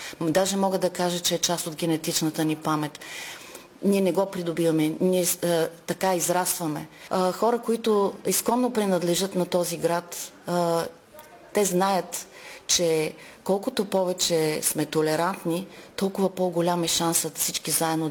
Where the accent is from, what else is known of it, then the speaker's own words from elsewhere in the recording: Kardzhali, Kardzhali Province, Bulgaria; Преди всичко аз съм тук като кърджалийка